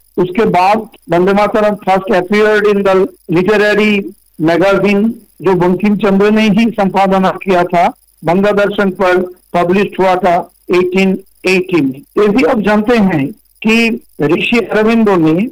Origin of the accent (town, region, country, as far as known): Murshidabad, West Bengal, India